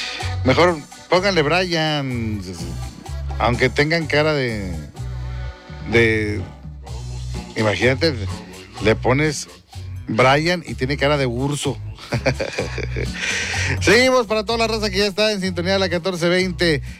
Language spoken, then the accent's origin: Spanish; Guanahuises, Nuevo León, Mexico; Saludos para toda la gente allá de Guanahuises, Nuevo León, mi pueblo querid